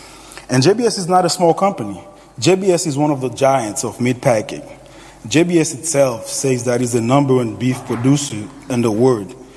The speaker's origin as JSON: {"language": "English", "country": "Haiti", "moved": "yes", "lives_now": "United States", "said": "So a little over 2 years ago, I came to this country from Haiti. And like many other immigrants, my first thought was simple."}